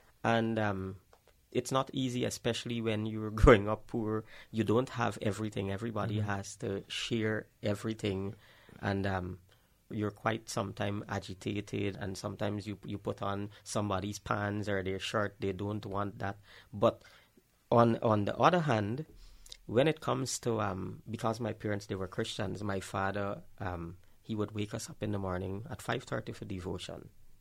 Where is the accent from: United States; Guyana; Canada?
Guyana; Bartica, Cuyuni-Mazaruni; we grew up in Bartica.